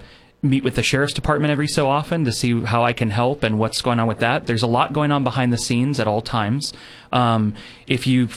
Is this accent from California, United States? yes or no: yes; California, United States; I grew up in Orchid, and okay. That's where I was born and raised. But my dad moved to California from Louisiana.